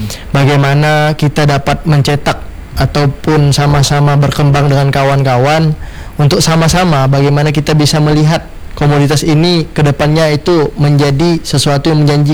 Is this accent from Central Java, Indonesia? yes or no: no; West Kalimantan, Indonesia; kita bicara juga sebagai orang Kalbar